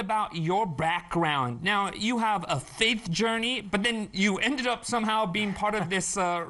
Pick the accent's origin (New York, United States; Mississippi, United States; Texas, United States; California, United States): California, United States; I'm from California